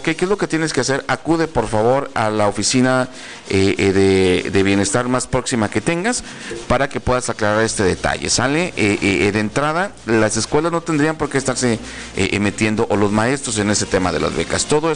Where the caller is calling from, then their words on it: Cintalapa, Chiapas, Mexico; Buenas tardes, soy de acá de Cintalapa.